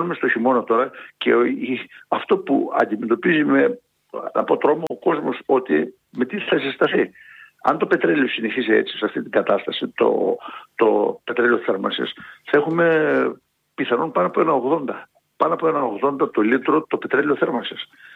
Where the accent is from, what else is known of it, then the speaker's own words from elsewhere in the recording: Elassona, Thessaly, Greece; η ιδιαίτερη πατρίδα μου, ο Δήμος που είπατε πριν που ήμουν, είναι το βόρειο τμήμα της Λάρισας, είναι ο Δήμος Ελασσόνος.